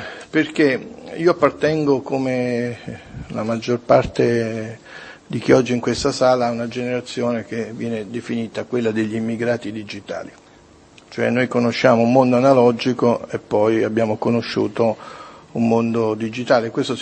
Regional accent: Salerno, Campania, Italy; io sono salernitano, noi a Salerno abbiamo un festival del cinema che è antichissimo

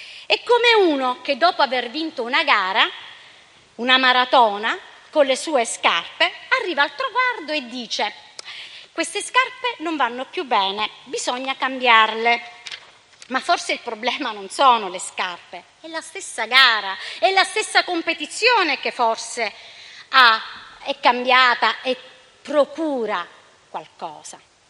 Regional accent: Sicily, Italy

